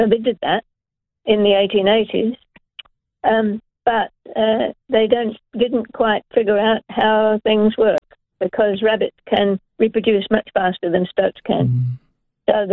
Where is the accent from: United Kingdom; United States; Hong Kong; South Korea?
United Kingdom; England; moved away as an adult; now in New Zealand; I'm English myself.